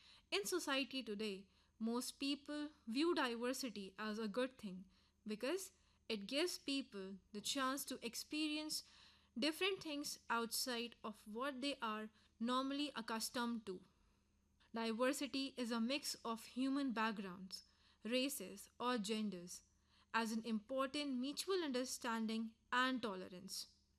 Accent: India

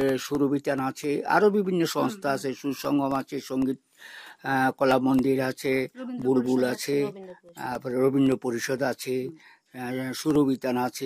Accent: Belonia, Tripura, India; also born or lived in Kolkata; আমার জন্মস্থান, আমি এই বাড়িতেই বিলোনিয়া গিরিধারি আশ্রম পাড়াতে আমার এই জন্মস্থান আর কি।

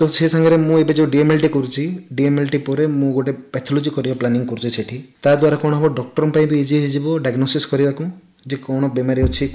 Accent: Utkela, Odisha, India; ମୋ ଗାଁ ଯେଉଁ ଉତ୍କେଲା ଅଛି

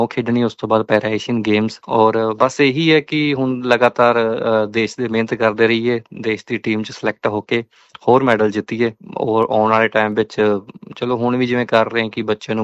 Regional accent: Haryana, India; ਮੈਂ ਹਰਿਆਣਾ ਤੋਂ ਬਿਲੋਂਗ ਕਰਦਾ ਔਰ ਮੇਰਾ ਰੈਜੀਡੈਂਸ ਮੈਂ ਬੇਸਿਕਲੀ ਉੱਥੋਂ ਆ।

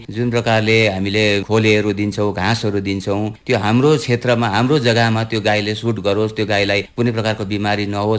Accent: Sikkim, India; born there; म पूर्व सिक्किम नामिन जिपिओ सामरिक मार्चक पर्छ र

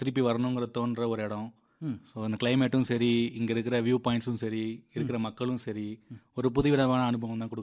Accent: Aruppukottai, Tamil Nadu, India; now in Dindigul, India; நான் அருப்புக்கோட்டை, என்னோட சொந்த ஊர். வேலை பார்க்கறது திண்டுக்கல்ல.

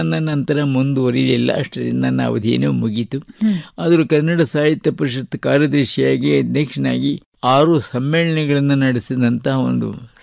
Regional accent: Ajjampura, Karnataka, India; born there; ಅದಕ್ಕೆ ಈಗ ವಿಜಯ ಮೈದಾನ ಅಂತಾನೆ ಹೆಸರಿಟ್ಟಿದ್ದಾರೆ ನಮ್ಮ ಊರು.

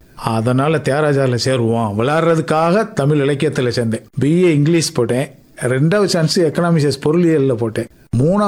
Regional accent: Sholavandan, Tamil Nadu, India; என்னோட சொந்த ஊர் சோழவந்தான். என் கூட பிறந்தவங்க 7 பேர்.

